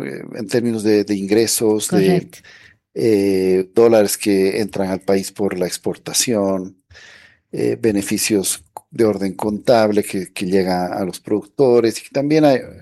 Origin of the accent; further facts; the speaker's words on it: Bolivia; Como bolivianos, como sociedad.